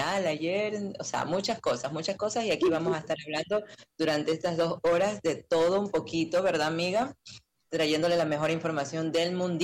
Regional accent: Guayaquil, Guayas, Ecuador; como buenas ecuatorianas guayaquileñas

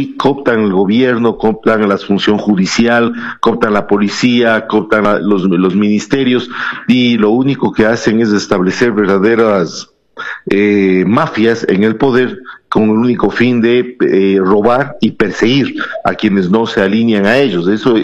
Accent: Ecuador; Y como ecuatorianos, les soy sincero, nos conviene

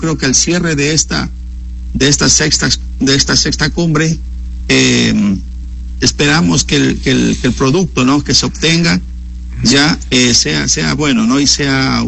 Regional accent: Orellana, Ecuador

